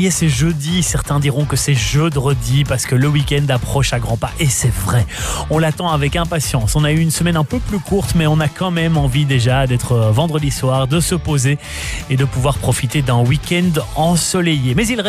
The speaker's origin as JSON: {"language": "French", "country": "Belgium", "said": "chez nous en Belgique."}